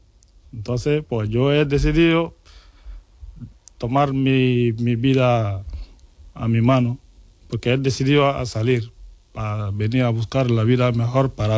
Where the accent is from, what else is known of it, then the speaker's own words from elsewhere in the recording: Mali; moved away as an adult; now in Roquetas de Mar, Spain; si hablamos de mi infancia ahí en Mali, me ha pasado un poco duro, porque he salido de una familia de pobres